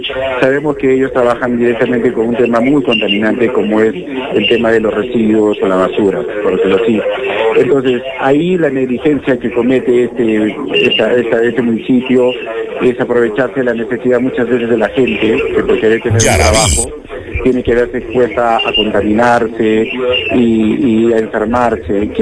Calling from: Cerro Colorado, Arequipa, Peru; yo soy de Cerro Colorado.

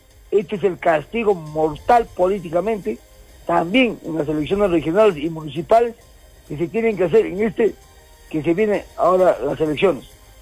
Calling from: Yura, Arequipa, Peru; yo soy de Yura

